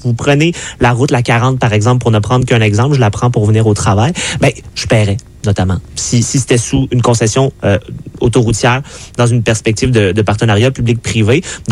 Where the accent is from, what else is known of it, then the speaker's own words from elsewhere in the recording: Quebec, Canada; on a une réflexion parfois en tant que Québécois où on se dit, mon Dieu, faut pas que ce soit le profit.